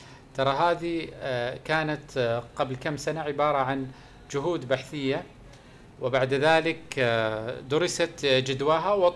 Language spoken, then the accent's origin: Arabic; Saudi Arabia; وأنا دائما أقول أنه خدمة ضيوف الرحمن نحن لنا كسعوديين أصبح في الدي إن إيه، في جيناتنا.